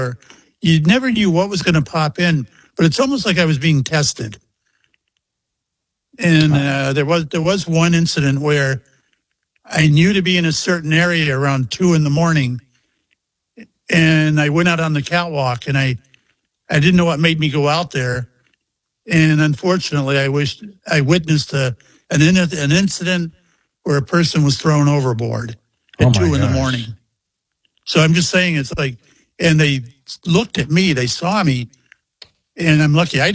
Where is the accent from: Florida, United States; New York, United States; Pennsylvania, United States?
Florida, United States; Mayport; I was on the Shangri-La out of my hometown of Mayport, you know, where I live. I live 20 miles from the base.